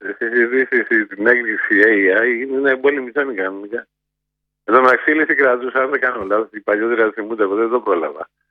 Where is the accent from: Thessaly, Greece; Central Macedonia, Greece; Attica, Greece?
Attica, Greece; Kokkinia; born there; Εγώ γεννήθηκα στην Κοκκινιά, από εργάτε.